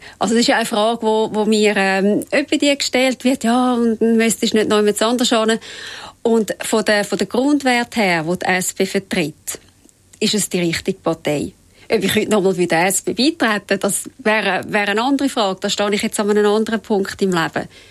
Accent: Zurich, Switzerland; ich bin in Rätherschen aufgewachsen

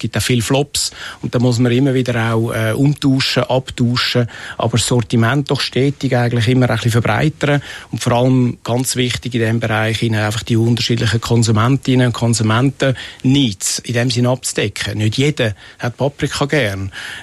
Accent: Zurich, Switzerland; Wir haben ja ganz ursprünglich die Chips dann auch in Hönk, wo ich aufgewachsen bin, produziert.

